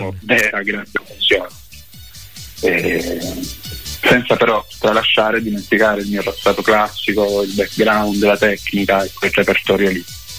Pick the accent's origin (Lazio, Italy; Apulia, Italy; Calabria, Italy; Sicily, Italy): Apulia, Italy; Lecce; born there; moved away as an adult